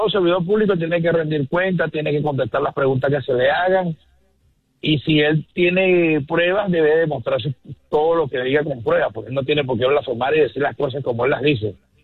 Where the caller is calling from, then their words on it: Utah, United States; Te llamo desde Utah.